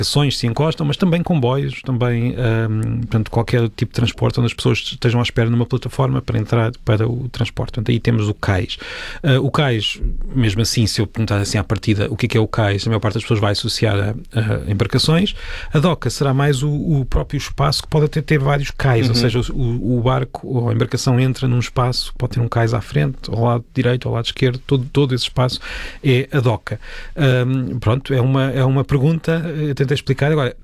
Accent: Peniche, Centro, Portugal; eu sou de Peniche

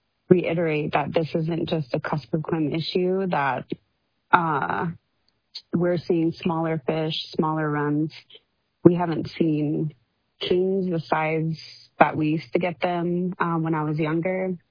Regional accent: Unalakleet, Alaska, United States; I am from Unalakleet.

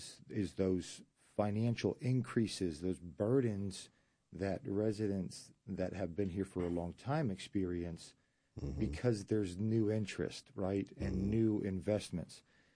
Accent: Argentina; English is a second language; moved away as an adult; I grew up in Argentina. Spent my first 21 years of life pretty much were there.

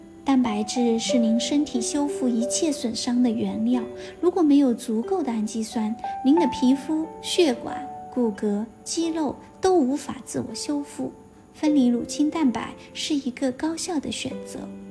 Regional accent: China

